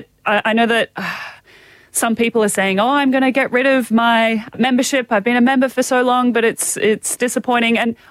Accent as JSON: {"language": "English", "region": "Queensland", "country": "Australia", "said": "I'm a Queenslander. It's a great time to be a Queenslander."}